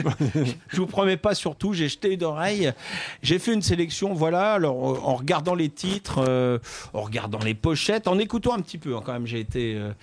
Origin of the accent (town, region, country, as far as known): Grand Est, France